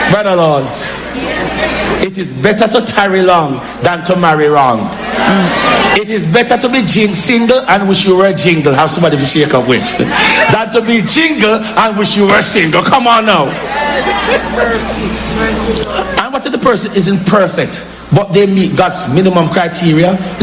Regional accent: Portland Parish, Jamaica; moved away; When we were children growing up in Portland

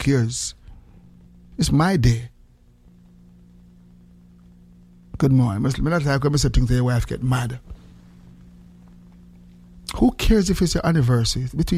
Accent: Jamaica; And a lot of us as Jamaican, we have this little style, say, oh, no boy, no, no girl, no, use me, no.

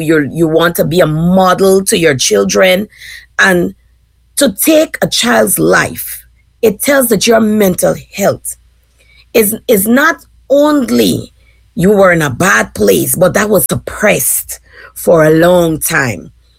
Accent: Guyana; moved away as an adult; So I will start with the fact that I grew up in Guyana. I only migrated here approximately about 10 years.

